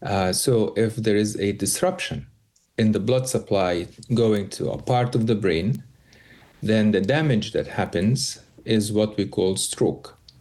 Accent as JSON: {"language": "English", "country": "Egypt", "moved": "as an adult", "lives_now": "United States", "said": "I'm from Egypt originally. I went to medical school in Egypt, Cairo, Egypt, and I did my residency training there as well."}